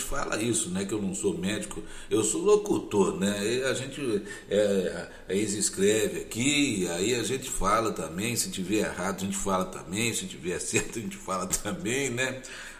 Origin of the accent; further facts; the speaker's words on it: Brazil; Nós somos brasileiros